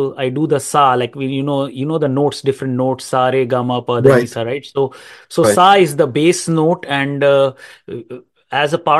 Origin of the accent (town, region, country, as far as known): India; English is a second language; moved away as an adult; now in Canada